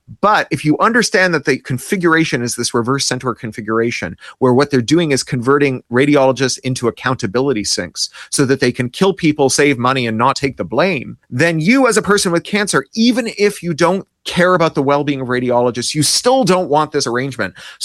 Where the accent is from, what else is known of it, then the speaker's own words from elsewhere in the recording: Canada; I say that under advisement as a Canadian who grew up under socialized medicine.